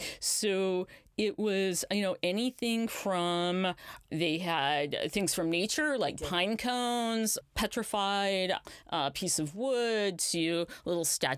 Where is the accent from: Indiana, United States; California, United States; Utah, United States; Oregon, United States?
Oregon, United States; I grew up in Southern Oregon.